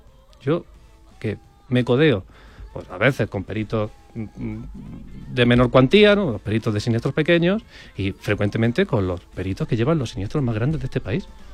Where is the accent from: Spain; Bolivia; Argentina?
Spain; Linares, Andalusia; yo soy de Linares, en la provincia de Jaén.